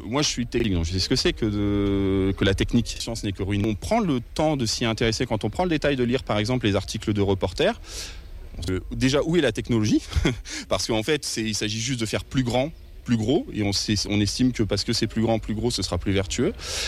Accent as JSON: {"language": "French", "town": "Oisy-le-Verger", "region": "Hauts-de-France", "country": "France", "tie": "born or raised there", "also_born_or_lived": "Douai", "said": "je suis né à Douai, mais j'ai fait de 6 ans à 22 ans à Oisil-Verger, j'ai habité ici, donc je connais bien, c'est ma coin, comme on dit."}